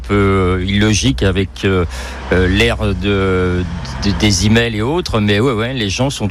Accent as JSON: {"language": "French", "town": "Saint-Gilles-Croix-de-Vie", "region": "Pays de la Loire", "country": "France", "tie": "born there", "moved": "yes", "said": "Oui, je suis Croix-de-Vie même, né à Saint-Gilles-Croix-de-Vie."}